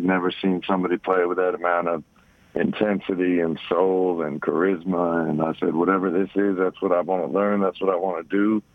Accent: Orlando, Florida, United States; moved away as an adult; now in Tampa, United States; I was born in Orlando. I moved to Tampa when I was about 23, I think.

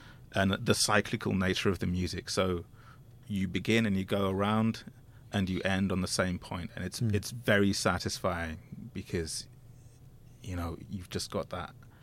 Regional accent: Durham, North East England, United Kingdom; after I first encountered the music being played at a museum in my hometown of Durham in England.

